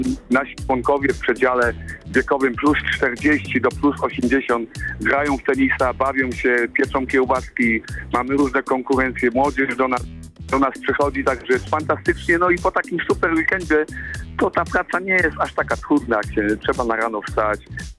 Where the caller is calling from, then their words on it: Szamotuły, Greater Poland Voivodeship, Poland; u nas w Szamotułach